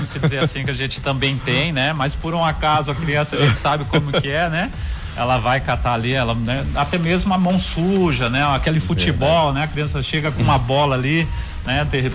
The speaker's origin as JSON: {"language": "Portuguese", "region": "São Paulo", "country": "Brazil", "said": "sou de São Paulo, né?"}